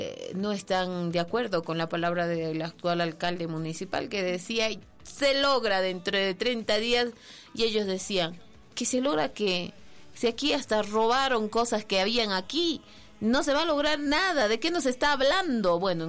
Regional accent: Bolivia

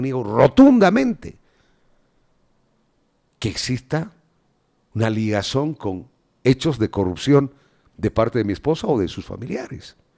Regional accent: Bolivia; uno como boliviano

